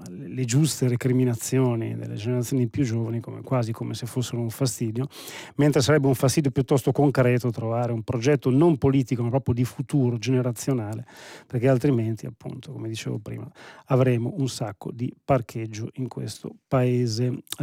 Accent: Bologna, Emilia-Romagna, Italy; io sono di Bologna ma origini mantovane

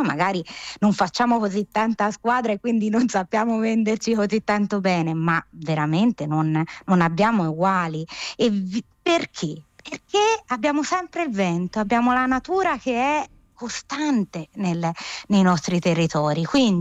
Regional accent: Tuscany, Italy; accent: Tuscan; io sono toscana

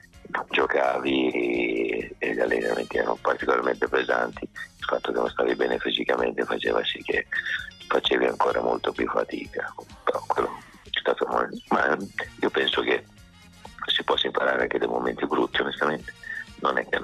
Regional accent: Emilia-Romagna, Italy; moved away as an adult; andai a giocare a Foggia, che era la prima volta che uscivo dal mio paese, dalla mia regione, dalla Romagna.

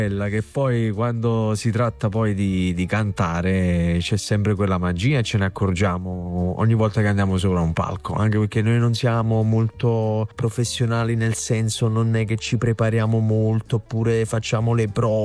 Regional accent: Naples, Campania, Italy; quando abbiamo detto che siamo napoletani

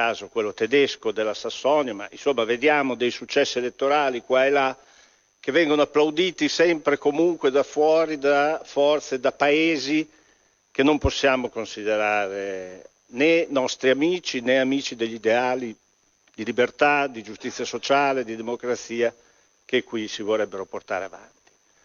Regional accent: Molinella, Emilia-Romagna, Italy; io vengo da Molinello, un comune della provincia di Bologna

